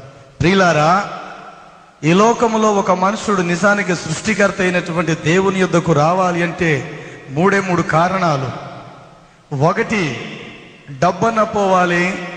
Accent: Rajahmundry, Andhra Pradesh, India; మా స్వగ్రామం రాజమండ్రి మస్జీద్ సెంటర్ జాంపేట

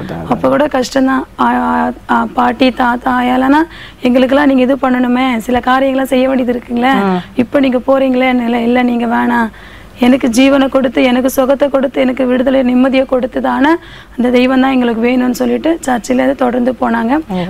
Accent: Poonamallee, Tamil Nadu, India; பூந்தமல்லி பிறந்து வளர்ந்தேன்.

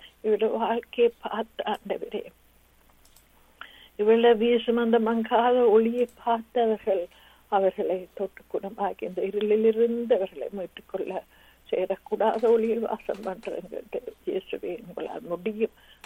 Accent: Sri Lanka; moved away; நாங்கள் பிறந்து வளர்ந்த தேசமாகிய இலங்கை அந்த சிறிய தீவுக்காக

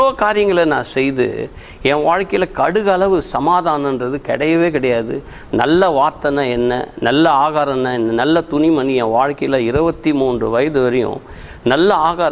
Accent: Chennai, Tamil Nadu, India; வளர்ந்தது எல்லாமே Mylapore all India radio back சைடில் கார்னீஸ்வரர் கோவில் சீட் நம்பர் 40, அங்கே தான் நான் பிறந்து வளர்ந்தது எல்லாமே.

